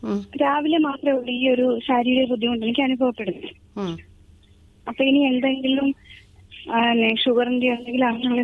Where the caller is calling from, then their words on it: Kollam, Kerala, India; കൊല്ലത്തുനിന്ന്